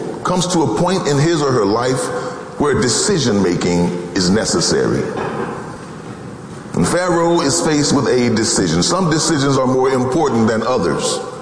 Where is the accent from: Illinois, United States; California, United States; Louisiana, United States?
Illinois, United States; Chicago; I'm from Chicago, I'm used to snow